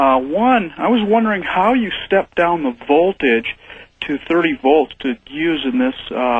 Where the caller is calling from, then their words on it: Tacoma, Washington, United States; I'm calling from Tacoma, Washington.